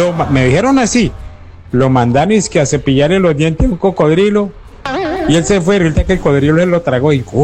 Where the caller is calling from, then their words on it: Caribbean coast, Colombia; soy de acá del Sincero, Cosa Norte Colombiana.